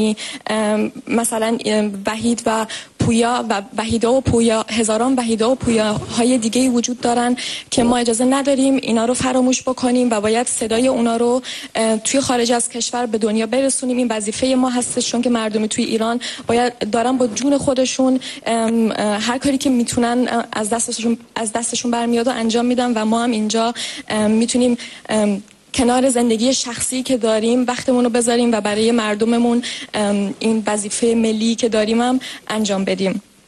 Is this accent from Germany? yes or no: yes; Germany; also born or lived in Iran; توی ایران به دنیا آمدم ولی از کشور آلمان هستم، 23 سالمه